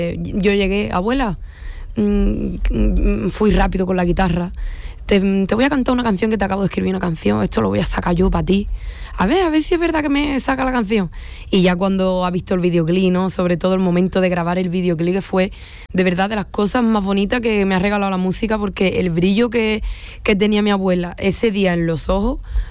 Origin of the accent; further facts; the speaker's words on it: Isla Cristina, Andalusia, Spain; por mi tierra, ¿no? Por Isla Cristina, la parte de la Antilla